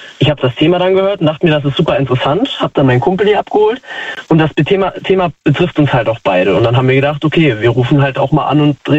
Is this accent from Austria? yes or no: no; Falscheid, Saarland, Germany; Also ich komme aus Falscheid, aus dem Saarland.